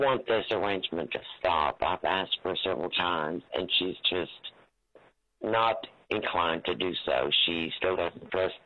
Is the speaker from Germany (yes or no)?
yes; Germany; English is a second language; now in United States; I was born and raised in Germany. My husband was from this area. He's passed.